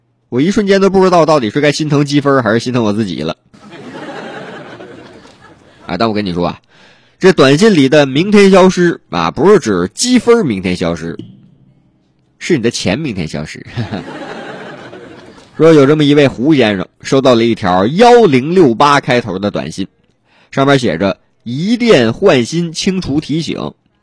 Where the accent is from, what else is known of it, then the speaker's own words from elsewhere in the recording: Dalian, Liaoning, China; now in Changsha, China; 九月份正是我们老家的好时候。9月1号啊，大连开海